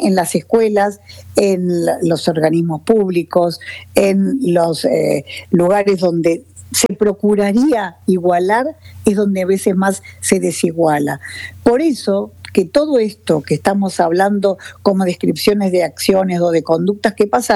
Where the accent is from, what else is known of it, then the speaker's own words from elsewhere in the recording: Argentina; Eso sucede en mi país, en la Argentina